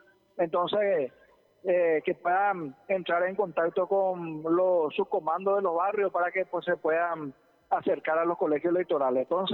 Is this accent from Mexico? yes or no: no; Paraguay; peñan de deber como paraguayo.